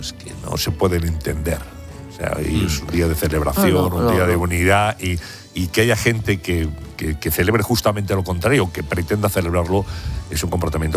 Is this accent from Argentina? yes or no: no; Spain; Pero somos españoles.